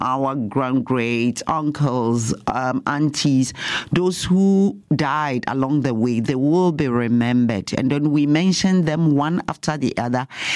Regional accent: Ghana; For us in Ghana, I come from Ghana, so I can specifically talk about Easter in Ghana.

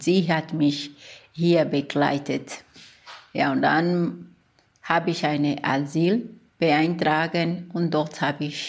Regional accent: Angola; German is a second language; now in Munich, Germany; Ich komme aus Angola und ich wohne in Deutschland seit 20 Jahren ungefähr. Dann immer in München.

